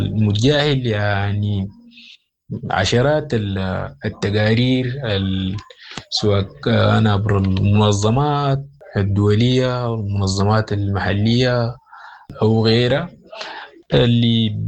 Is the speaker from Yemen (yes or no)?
no; Sudan; افتكر ده دي استهانة بالعقول بتاعتنا كسودانيين